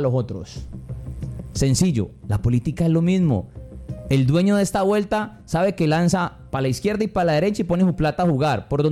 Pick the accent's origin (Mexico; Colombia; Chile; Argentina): Colombia; lo que mejor conviene es que como colombianos pensemos en que sea quien sea, lo más beneficioso es que nos sirva a todos